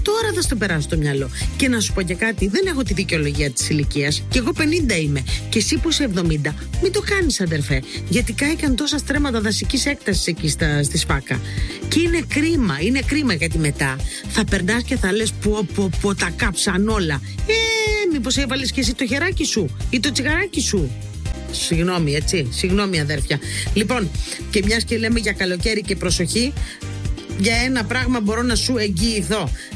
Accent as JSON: {"language": "Greek", "town": "Inoi", "region": "Crete", "country": "Greece", "said": "εκεί στα μέρη μου στην Ινώη μπήκε φωτιά."}